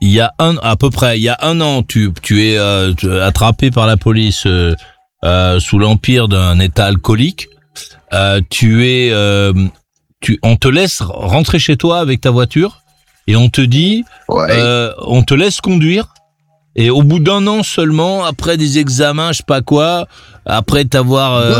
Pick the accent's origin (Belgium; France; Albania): France; Chez nous, en France